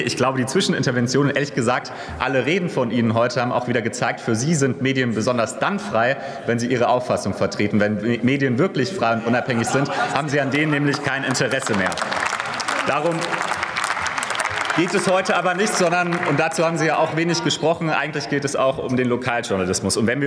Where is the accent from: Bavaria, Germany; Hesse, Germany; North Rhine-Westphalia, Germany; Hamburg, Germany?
Hesse, Germany; Hanau; In meiner Heimat, der Hanauer Anzeiger, ist die drittälteste Tageszeitung in Deutschland